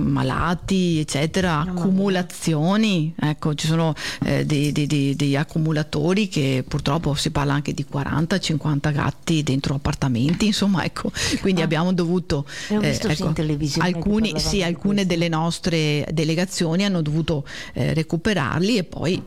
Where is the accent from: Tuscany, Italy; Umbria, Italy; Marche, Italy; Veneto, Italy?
Veneto, Italy; Castelfranco Veneto; Io sono originaria di Castelfranco Veneto, però a casa mia sono sempre regnati tanti cani e gatti.